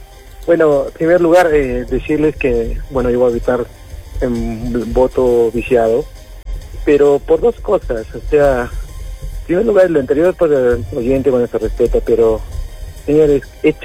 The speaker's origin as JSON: {"language": "Spanish", "country": "Peru", "said": "nosotros tenemos como peruanos"}